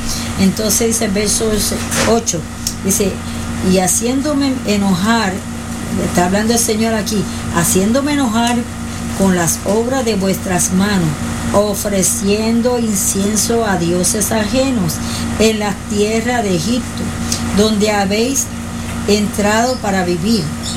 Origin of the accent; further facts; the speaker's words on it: Puerto Rico; moved away; yo soy puertorriqueña